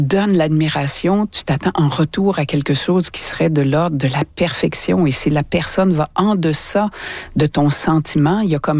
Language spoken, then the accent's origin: French; Quebec City, Quebec, Canada; Et on est deux de Québec, là, Jean-Philippe.